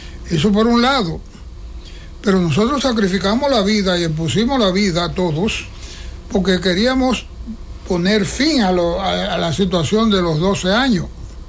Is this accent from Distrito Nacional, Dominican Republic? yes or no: no; Hato Mayor, Dominican Republic; En la provincia de Alto Mayor, ahí fue porque yo, la provincia, mi pueblo, Alto Mayor, me dio un respaldo tremendo